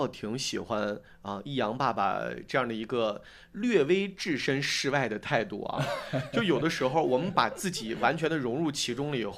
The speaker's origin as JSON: {"language": "Chinese", "region": "Hebei", "country": "China", "said": "就是咱们河北人都这么爱学习吗？"}